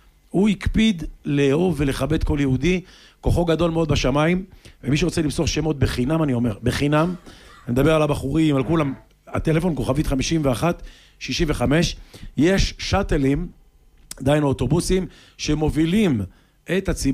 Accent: Netanya, Central District, Israel; אני באתי מנתניה, צ'לניה, וכל החבר'ה

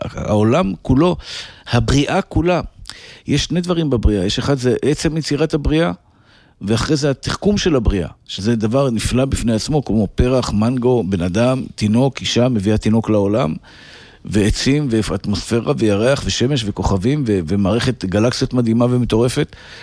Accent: Bnei Brak, Tel Aviv District, Israel; אני גדלתי בבתי אבות פונוביץ', בהארדקור של החרדים בבני ברק. זה מקום, זה המקום שגדלתי בו. רחוב סעדיה גאון 24

